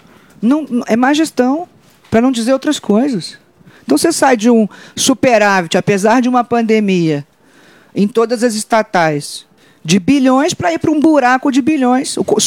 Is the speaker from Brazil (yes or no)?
yes; Brazil; Eu sou brasileiro e não desisto nunca.